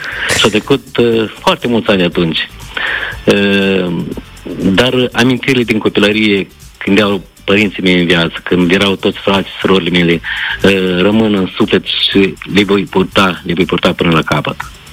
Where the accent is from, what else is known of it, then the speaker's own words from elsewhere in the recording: Verejeni, Telenești District, Moldova; de Verejeni, satul meu de Baștină, din raionul Telenești, unde m-am născut și am crescut, unde am umblat de scurs prin iarbă, un sat frumos, pitoresc, din inima Moldovei